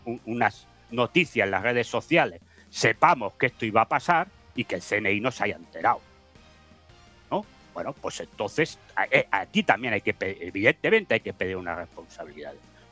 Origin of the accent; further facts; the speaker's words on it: Spain; Yo estoy hablando como un español, ciudadano español